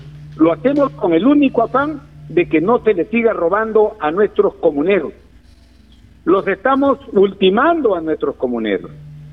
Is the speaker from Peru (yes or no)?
yes; Olmos, Lambayeque, Peru; Y acá tienen a un paisano de Olmos